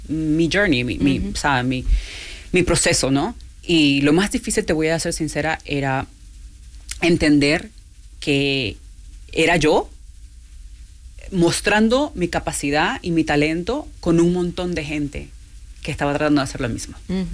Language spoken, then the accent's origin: Spanish; New Jersey, United States; moved away as an adult; yo crecí en New Jersey.